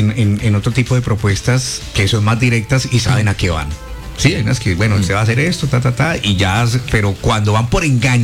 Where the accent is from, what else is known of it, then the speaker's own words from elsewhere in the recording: Pereira, Risaralda, Colombia; moved away as an adult; now in Villavicencio, Colombia; yo soy de Pereira, pero pues ya tantos años que me vine de Pereira a vivir acá.